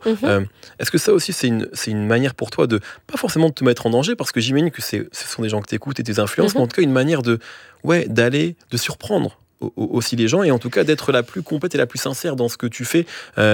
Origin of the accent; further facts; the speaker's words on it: France; Chez nous, en France